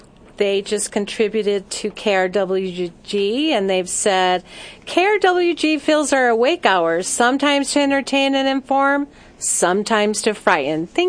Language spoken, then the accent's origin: English; New Mexico, United States; Yes, I'm born and raised in Grant County, and that's one of the things I very much appreciate, is hearing news from the area that I love, and that my parents are still there.